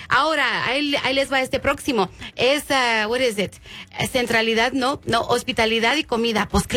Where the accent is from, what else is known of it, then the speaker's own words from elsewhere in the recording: Mexico; Y nosotras las mujeres, uh-huh, que somos mexicanas, estamos acostumbrados a esa cultura.